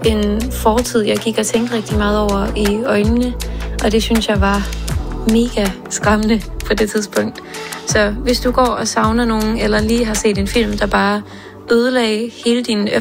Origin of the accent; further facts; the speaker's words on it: Australia; moved away as an adult; now in Denmark; tage hjem til Australien, hvor jeg kommer fra, for første gang siden jeg havde flyttet